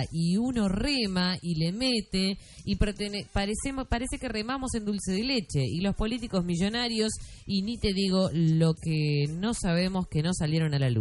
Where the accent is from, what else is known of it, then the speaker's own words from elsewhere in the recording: Argentina; nos gusta a los argentinos